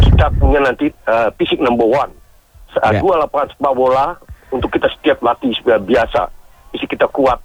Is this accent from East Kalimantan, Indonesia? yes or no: yes; Samarinda, East Kalimantan, Indonesia; saya orang Samarinda nih, orang Kalimantan Timur, dengan adanya nanti ibu kota pindah ke sini, daerah kami terbuka untuk membuat keperkasaan persepak bolaan.